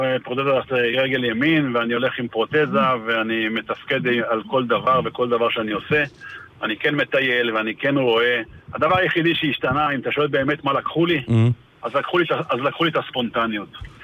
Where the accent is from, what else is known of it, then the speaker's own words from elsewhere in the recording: Be'eri, Southern District, Israel; moved away as an adult; זה איפה שגדלתי, איפה שגידלתי לילדים, איפה שרחבתי סוסים ואיפה שרחבתי אופניים.